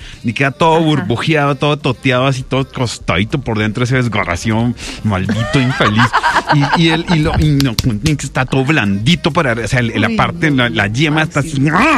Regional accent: Santa Marta, Magdalena, Colombia; moved away; Pero como yo soy samario

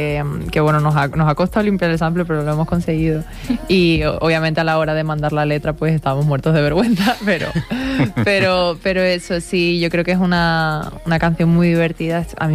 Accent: Andalusia, Spain; Yo tengo esta cara porque soy de Andalucía.

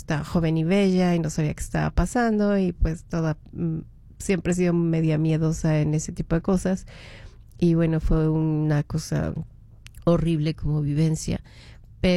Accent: Mexico; moved away; Las personas que somos de México

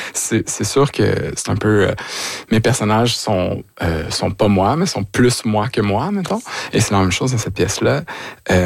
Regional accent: Quebec, Canada; born there; je suis retournée dans ma région natale, c'est-à-dire Vaudreuil-Soulanges.

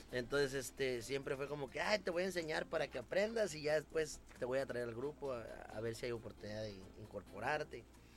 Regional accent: Veracruz, Mexico; Soy, soy veracruzano, padres, mi padre cubano, mi madre veracruzana, abuelos cubanos.

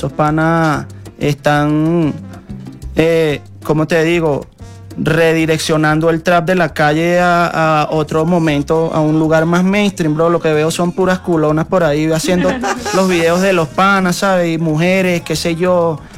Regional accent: Venezuela; a nosotros como venezolanos nos gusta mucho también la música de ellos

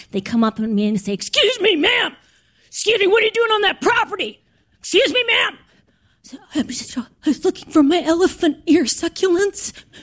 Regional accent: Duluth, Minnesota, United States; I'm from Duluth.

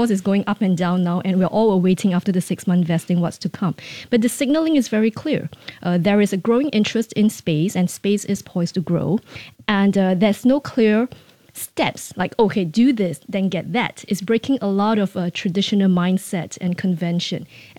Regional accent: Singapore; I do realize, as someone working in the space industry and as a Singaporean, that is a very big step forward

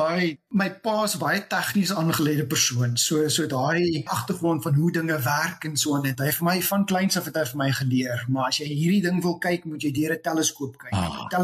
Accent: Brackenfell, Western Cape, South Africa; ek is maar in noordelike voorstede Kaapstad kind. Ek is gebore in Huisnaam, maar my maale het getrek Brackenfell toe ek omtrent so 2 jaar oud is. En ek het my hele lewe lank in Brackenfell spandeer. Skool gegaan, Brackenfell Laerskool, Brackenfell Hoërskool.

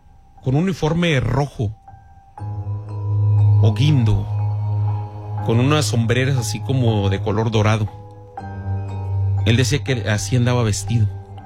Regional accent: Coahuila, Mexico; hay un pueblo que se llama Francisco y Madero, ante Chávez. Queda más o menos mi pueblo como a media hora, más o menos.

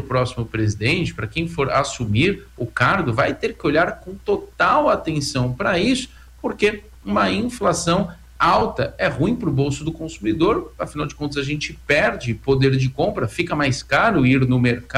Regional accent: São Paulo, Brazil; eu sou de São Paulo aqui

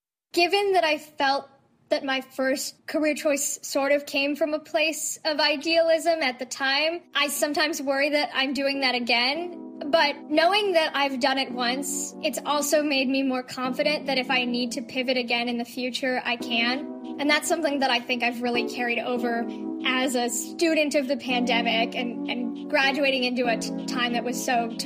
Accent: Bethesda, Maryland, United States; I'm from Bethesda, Maryland. I'm 22 years old.

